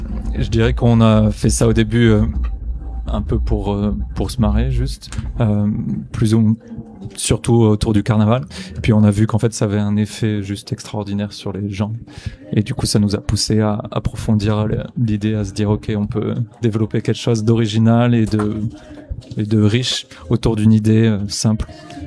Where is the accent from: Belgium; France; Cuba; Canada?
France; Un des deux Français.